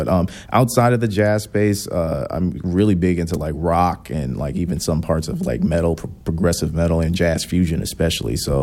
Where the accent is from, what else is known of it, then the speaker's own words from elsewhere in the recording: Louisiana, United States; born there; also born or lived in Florida; Then we moved from Florida to where we now reside outside of New Orleans.